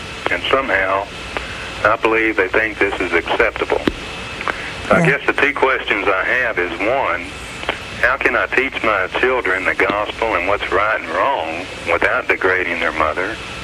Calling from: Texas, United States; I'm from Texas.

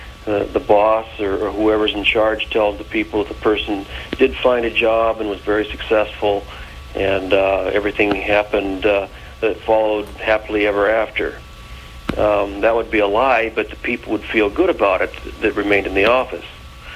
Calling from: Virginia, United States; Virginia.

